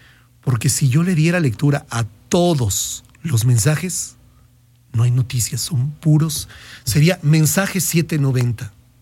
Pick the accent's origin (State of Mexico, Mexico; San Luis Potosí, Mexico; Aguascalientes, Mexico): Aguascalientes, Mexico; now in Barcelona, Spain; Los estoy viendo desde Barcelona, España. Soy el número uno, soy de Aguascalientes.